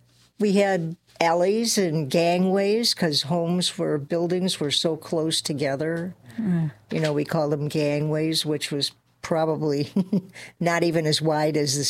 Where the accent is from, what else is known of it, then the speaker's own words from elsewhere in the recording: Chicago, Illinois, United States; I grew up in Chicago, and I was the first born of four children in my family.